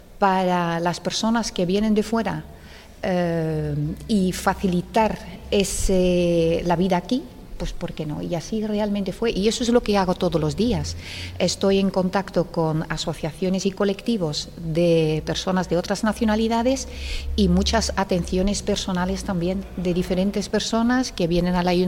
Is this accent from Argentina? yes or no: no; Belgium; no me siento española, porque tengo la nacionalidad belga y al final donde uno haya nacido marca mucho también